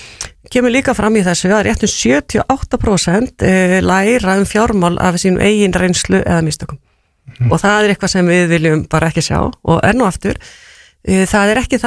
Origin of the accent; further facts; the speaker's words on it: Húsavík, Northeastern Region, Iceland; ég er frá Húsavík og þegar ég byrjaði þá var þetta ekki kennt þar sem dæmi